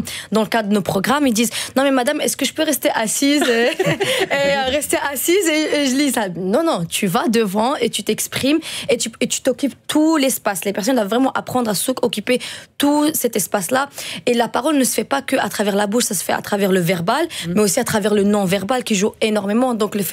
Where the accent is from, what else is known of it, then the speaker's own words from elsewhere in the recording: Antwerp, Flanders, Belgium; first language Dutch; French is a second language; Parce que moi, j'ai grandi à Anvers. J'étais néerlandophone de base.